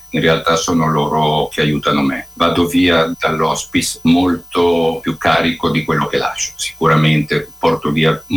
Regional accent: Milan, Lombardy, Italy; born there; Io sono di Milano e sono nato a Milano.

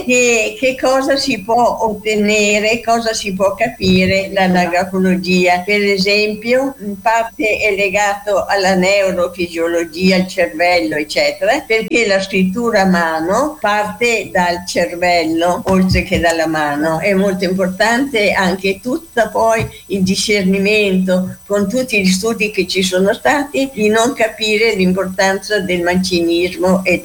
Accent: Varna, Trentino-Alto Adige, Italy; Dal comune di Varna, Alto Adige, però i miei familiari sono lombardi

